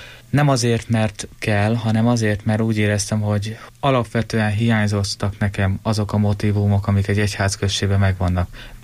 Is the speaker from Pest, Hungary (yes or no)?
yes; Felsőgöd, Pest, Hungary; az egyházközség, ahonnan származom, Felsőgödön nagyon sok jó lelki pásztor kapott.